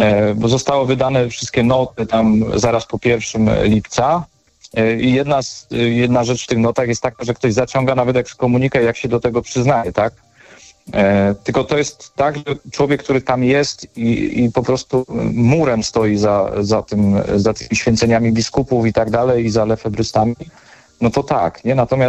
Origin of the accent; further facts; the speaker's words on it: Kraków, Lesser Poland, Poland; U nas w Krakowie